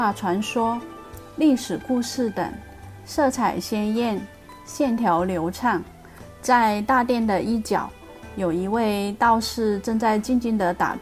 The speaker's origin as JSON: {"language": "Chinese", "country": "Taiwan", "said": "。在台北时，若是周末无事，我喜欢约上一班朋友去爬山"}